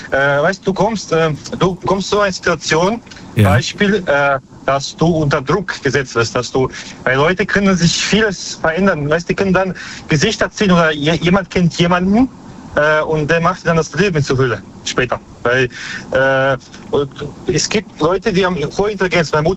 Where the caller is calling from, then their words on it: Baden-Baden, Baden-Württemberg, Germany; Ich komme aus Baden-Baden.